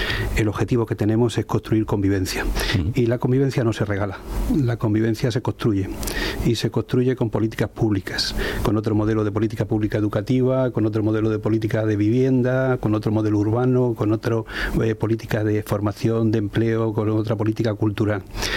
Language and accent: Spanish; Region of Murcia, Spain; born there; Somos murcianos porque hemos nacido en Murcia, pero estamos en una situación en donde ni somos marroquíes ni somos murcianos.